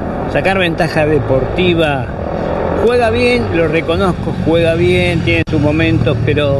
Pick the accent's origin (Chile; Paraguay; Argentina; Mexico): Argentina; Como argentino me da vergüenza.